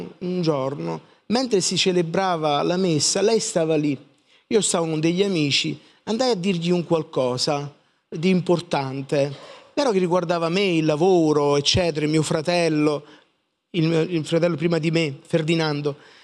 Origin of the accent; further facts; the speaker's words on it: Caivano, Campania, Italy; di dove sei? Sono del Parco Verde, sono qua, abito di fronte.